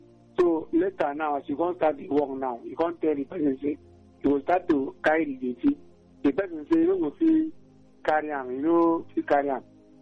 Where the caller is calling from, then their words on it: Aba, Abia, Nigeria; Yes, I'm calling from Aba.